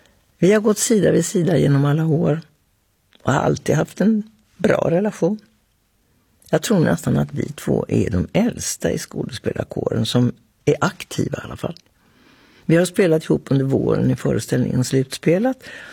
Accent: Linköping, Östergötland, Sweden; Jag är från Linköping, han från Grisslehamn.

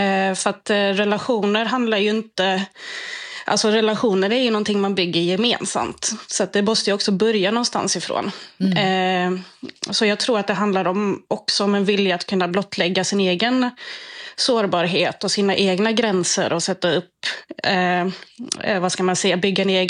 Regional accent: Krokom, Jämtland County, Sweden; Ja, precis. Det här är jätteroligt att få prata om det här just i P4 Jämtland.

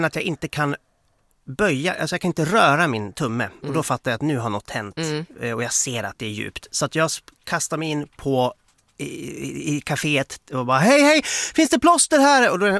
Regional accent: Stockholm, Stockholm County, Sweden; nej, jag är från Stockholm, jag är här på besök

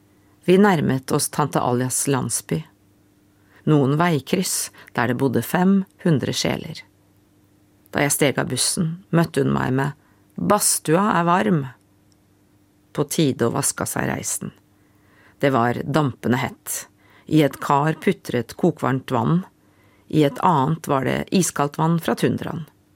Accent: Norway; accent: Norwegian; Swedish is a second language; Och min norska accent ville avslöja min utländighet.

